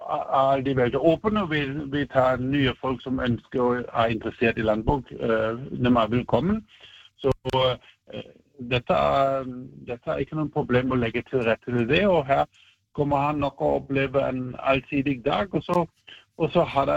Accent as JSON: {"language": "Norwegian", "country": "Germany", "second_language": "Norwegian", "moved": "as an adult", "lives_now": "Norway", "said": "du hører jeg sikkert fra tonen at jeg ikke har vært født i Norge, så jeg er tysk, og jeg kom til Norge for 30 år siden"}